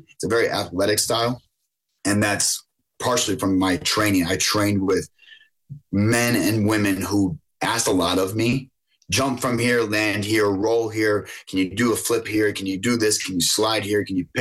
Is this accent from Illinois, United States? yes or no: no; Buffalo, New York, United States; growing up in Buffalo, I was more geared towards the East Coast sports